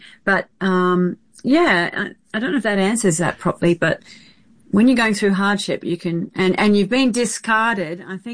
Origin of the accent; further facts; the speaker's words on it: Australia; moved away as an adult; now in New York, United States; and then I moved to New York, which was crazy because I'm an Aussie.